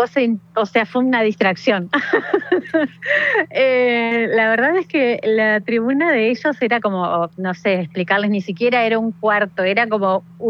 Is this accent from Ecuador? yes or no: no; Argentina; Entonces, como todo lo que era argentinidad estaba donde estábamos los argentinos.